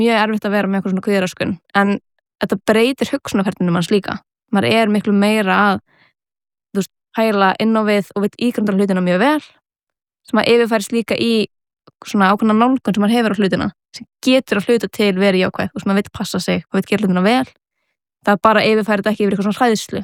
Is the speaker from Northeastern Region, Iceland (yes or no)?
no; Reykjavík, Capital Region, Iceland; ég ólst upp eða fættist í Reykjavík og haf alltaf búið hér bjó fyrstu 7 ár æfuminar á Baldurskötunni nýri bæ og svona miðbæjar barn